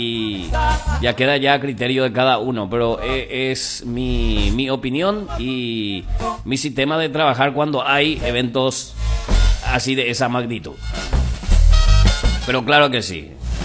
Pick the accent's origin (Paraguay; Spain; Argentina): Paraguay; como paraguayos, nos abrazamos todos